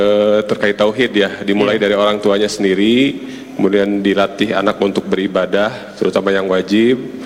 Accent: Tasikmalaya, West Java, Indonesia; born there; asli Tasikmalaya.

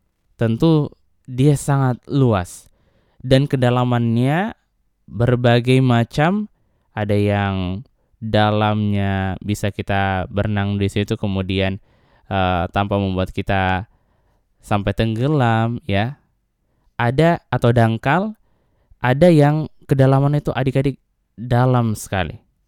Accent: Kendari, Southeast Sulawesi, Indonesia; kita sebagai orang Kendari ya

